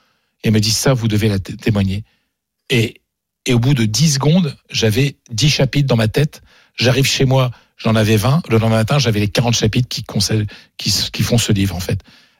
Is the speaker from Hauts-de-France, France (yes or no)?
yes; Hauts-de-France, France; grand-mère, c'est une ch'ti. Donc, elle parlait le patois ch'ti, ce qu'on appelle le picard, parce qu'on est du Pas-de-Calais.